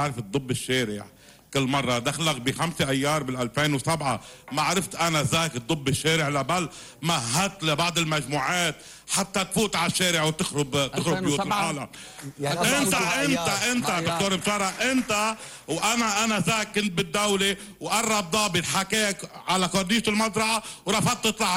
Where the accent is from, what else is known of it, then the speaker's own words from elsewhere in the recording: Lebanon; احنا مواطنين لبنانيين